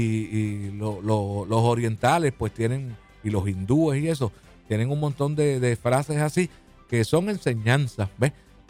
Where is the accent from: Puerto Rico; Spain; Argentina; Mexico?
Puerto Rico; yo soy de Mameye en 1960.